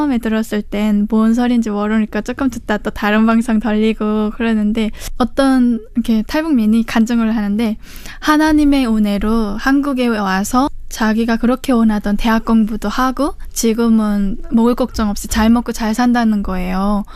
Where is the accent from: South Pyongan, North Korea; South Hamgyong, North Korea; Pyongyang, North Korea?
South Pyongan, North Korea; Kaechon; 저희 고향은 평안남도 개천시입니다.